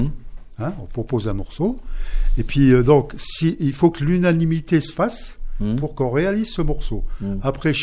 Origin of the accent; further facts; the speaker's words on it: Tiercelet, Grand Est, France; Moi, je viens de Tiercelet